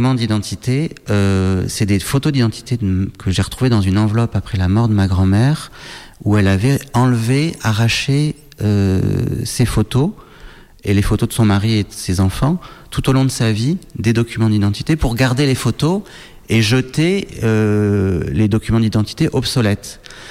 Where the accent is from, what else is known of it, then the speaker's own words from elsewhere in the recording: Aix-en-Provence, Provence-Alpes-Côte d'Azur, France; born there; je suis né à Aix-en-Provence, j'ai voyagé mais pas plus que quelqu'un d'autre